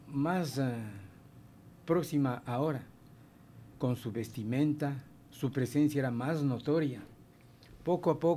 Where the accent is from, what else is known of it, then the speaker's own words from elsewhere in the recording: Quito, Pichincha, Ecuador; born there; moved away as an adult; now in Santo Domingo, Ecuador; yo nací en Quito hace muchísimos años